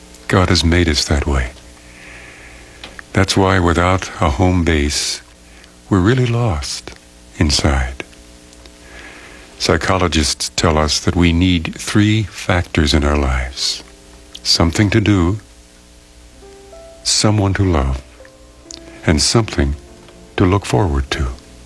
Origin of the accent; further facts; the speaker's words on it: Philadelphia, Pennsylvania, United States; moved away as an adult; I'm from Philadelphia. I still retain some of the accent.